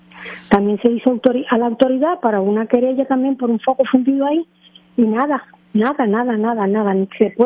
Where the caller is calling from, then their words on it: Isabela, Puerto Rico; estoy en Isabela, yo vivo en Isabela.